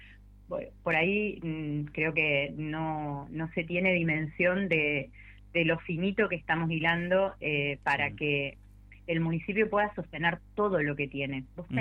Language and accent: Spanish; Argentina; como argentinos y argentinas